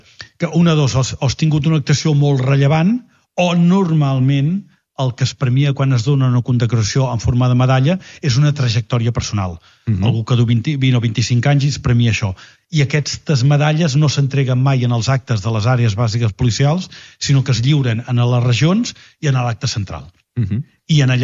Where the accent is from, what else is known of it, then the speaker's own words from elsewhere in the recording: Mataró, Catalonia, Spain; Són la festa major de la Mercè, que soc de Mataró.